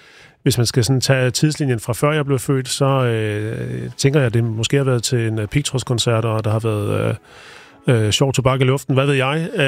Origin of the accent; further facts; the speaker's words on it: Odense, Region of Southern Denmark, Denmark; jeg er fra Odense, jeg er fra det, der hedder Sankt Clemens